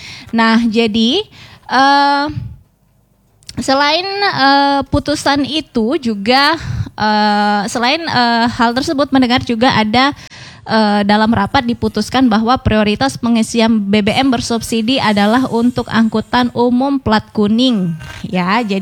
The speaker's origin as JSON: {"language": "Indonesian", "region": "Aceh", "country": "Indonesia", "said": "kita warga Aceh nih"}